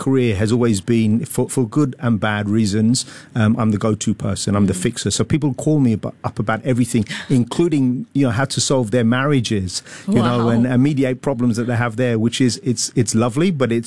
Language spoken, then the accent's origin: English; London, United Kingdom; moved away as an adult; now in Singapore; It wasn't Australia. It was actually from London. I think London, people mistake my accent.